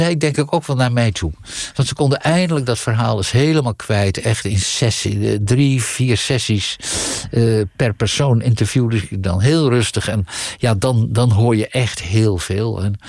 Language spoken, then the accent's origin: Dutch; Leeuwarden, Friesland, Netherlands; moved away as an adult; Want ik groeide op in Leeuwarden. En Friesland is echt, het is me na aan het hart gebakken